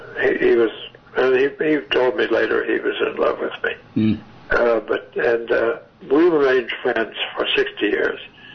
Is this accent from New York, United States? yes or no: no; Fort Smith, Arkansas, United States; I am from Arkansas, and Mark was from Deep South of Mississippi, Greenwood, and I was from Fort Smith, Arkansas, and Arkansas is also very, very southern